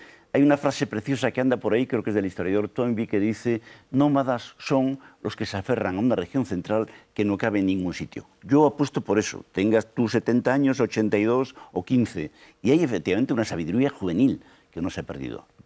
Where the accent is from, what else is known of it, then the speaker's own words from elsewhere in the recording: Galicia, Spain; pero yo como gallego soy desconfiado